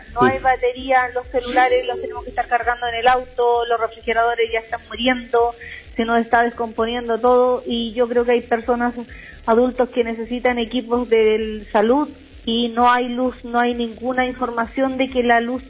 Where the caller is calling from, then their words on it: Valparaíso, Chile; Estoy llamando del quinto sector de Playa Ancha.